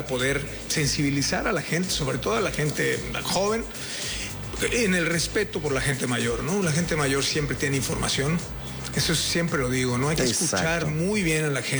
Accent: Mérida, Yucatán, Mexico; yo crecí en Chuburná. Ese es mi barrio, ¿no? Y pues nada, no sé. Yo aquí sigo, salí, viví fuera y regresé.

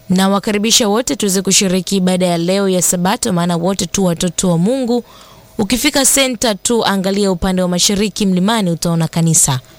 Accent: Nyamikoma, Simiyu, Tanzania; natokea Nyamikoma, mkoa wa Simiu.

